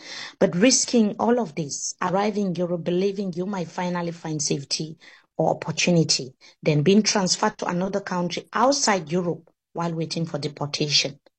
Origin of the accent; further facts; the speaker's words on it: Cameroon; Take Cameroon's Anglophone crisis, for instance. I come from Cameroon.